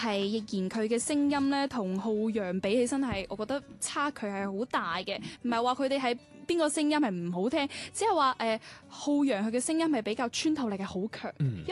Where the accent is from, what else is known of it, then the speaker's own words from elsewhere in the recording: Guangzhou, Guangdong, China; 作為一個廣州人